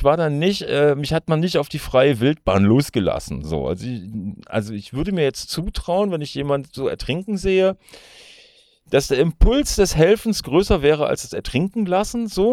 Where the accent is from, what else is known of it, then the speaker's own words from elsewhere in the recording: North Rhine-Westphalia, Germany; ich komme halt aus dem Ruhrpott